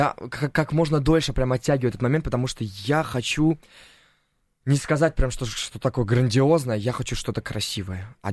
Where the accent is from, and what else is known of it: Uzbekistan; born or raised there; also born or lived in Turkmenistan